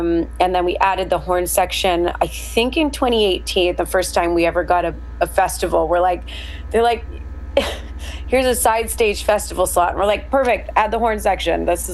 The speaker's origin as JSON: {"language": "English", "region": "Ontario", "country": "Canada", "tie": "born or raised there", "said": "we've all spent the majority of our lives in Toronto. I was born and raised kind of on the outskirts of there in a few cities outside the big city."}